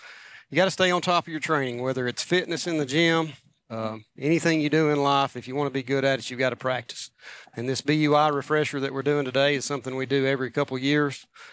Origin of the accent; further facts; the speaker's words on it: Savannah, Tennessee, United States; So I grew up in Savannah, Tennessee, in West Tennessee. Grew up hunting and fishing with my granddad.